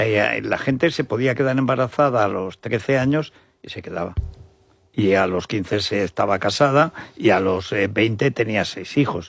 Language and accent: Spanish; Bronchales, Aragon, Spain; en mi pueblo está el Pinar de las Fuentes. El pueblo de la Bronchales es el agua de Bronchales.